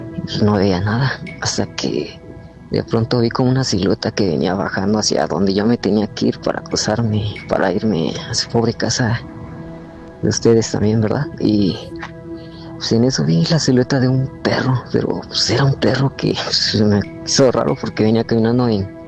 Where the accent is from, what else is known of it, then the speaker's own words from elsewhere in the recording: Toluca, State of Mexico, Mexico; Soy de Toluca y no daré muchos detalles donde ocurrió esto